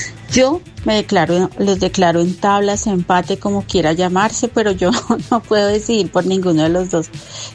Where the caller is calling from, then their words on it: Bogotá, Colombia; Yo soy bogotana